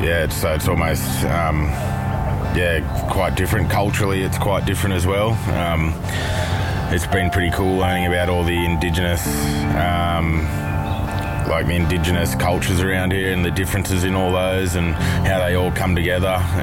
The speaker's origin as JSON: {"language": "English", "town": "Maxville", "region": "New South Wales", "country": "Australia", "tie": "born there", "said": "I was born in Maxville in New South Wales on the East Coast."}